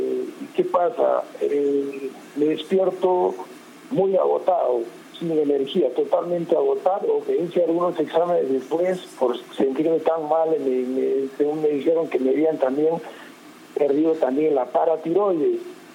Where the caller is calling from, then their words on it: Arequipa, Peru; Yo lo llamo desde Arequipa.